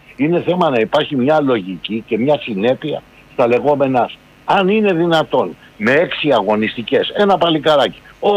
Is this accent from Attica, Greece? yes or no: yes; Neo Faliro, Attica, Greece; από το Νέο Φάληρο.